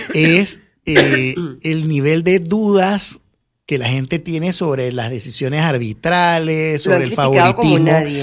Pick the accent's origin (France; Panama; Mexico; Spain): Panama; es la camiseta de tu país